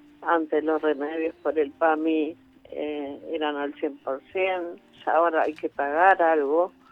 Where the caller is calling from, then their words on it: Monte Hermoso, Buenos Aires Province, Argentina; de Montehermoso.